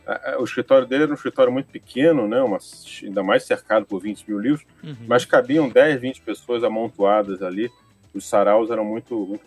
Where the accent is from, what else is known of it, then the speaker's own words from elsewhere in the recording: Rio de Janeiro, Brazil; eu sou meio suburbano, sou do Grajaú, perto de Vila Isabel